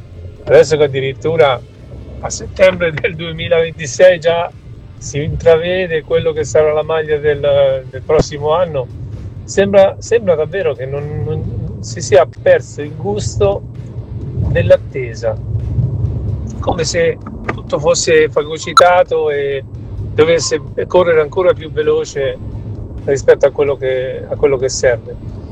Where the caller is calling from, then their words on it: Osimo, Marche, Italy; da Osimo Ancona.